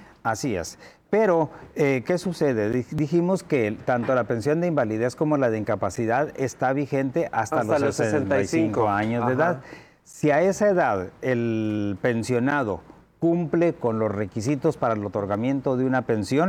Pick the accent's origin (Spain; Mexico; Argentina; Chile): Mexico